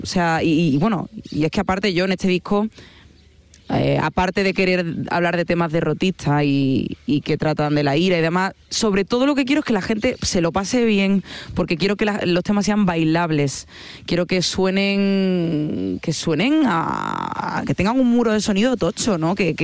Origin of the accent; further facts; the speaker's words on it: Andalusia, Spain; Yo soy andaluza.